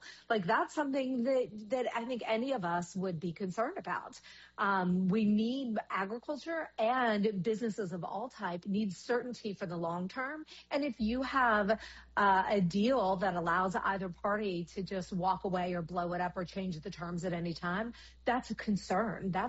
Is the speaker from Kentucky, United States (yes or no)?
yes; Kentucky, United States; born there; my home state, bourbon from Kentucky